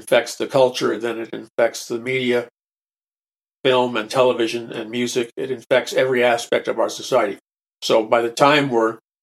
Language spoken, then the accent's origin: English; New York City, New York, United States; when I first was a little boy growing up in New York City